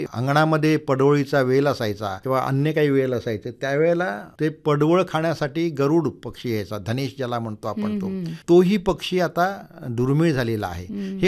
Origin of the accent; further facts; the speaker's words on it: Konkan, India; आमचा कोकण हा झाडा झुडपाने असा बहरलेला, नेहमीच बहरलेला, म्हणजे अगदी पानझडी एकीकडे असेल तर दुसरीकडे सदाहरित झाडांचीही काही कमी नाही अशा प्रकारचा आमचा निसर्ग.